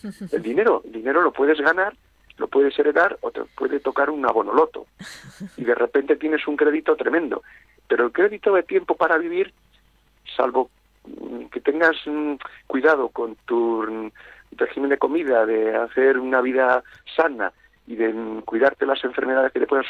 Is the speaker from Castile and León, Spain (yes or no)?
yes; Arauzo de Miel, Castile and León, Spain; yo empecé pues a investigar pretendiendo hacer la historia de mi pueblo, de Arauzo de Miel.